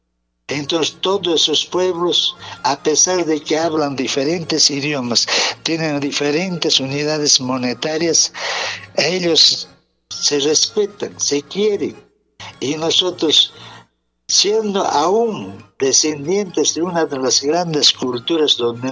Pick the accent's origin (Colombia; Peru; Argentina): Peru; Otros pueblos nos estamos avergonzando de lo que somos peruanos.